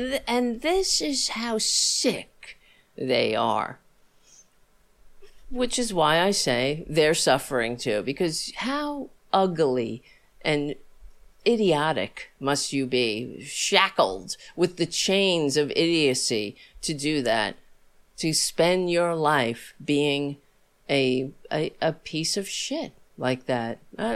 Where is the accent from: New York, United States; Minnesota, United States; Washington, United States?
New York, United States; New York City; I grew up on Staten Island